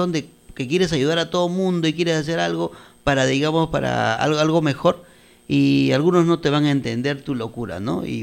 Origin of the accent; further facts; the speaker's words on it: Santo Domingo de los Olleros, Lima, Peru; mi pueblo de Santo Domingo Los Olleros.